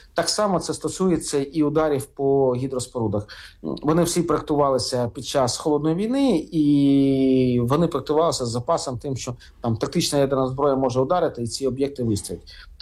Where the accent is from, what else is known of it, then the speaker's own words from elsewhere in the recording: Kharkiv, Kharkiv Oblast, Ukraine; мій рідний Харків